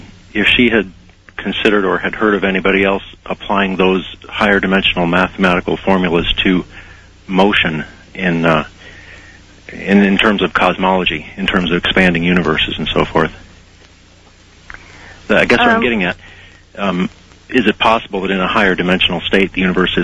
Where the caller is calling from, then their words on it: Montana, United States; I'm calling from Montana.